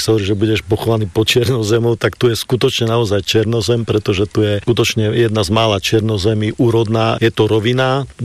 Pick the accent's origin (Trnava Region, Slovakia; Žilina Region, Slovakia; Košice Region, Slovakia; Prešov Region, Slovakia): Košice Region, Slovakia; že my sme Zemplínčania a tam asi ten Abol, Šáriš a to všetko sa láme a prechádza do čistého Zemplína a Zemplín je môj rodný kraj.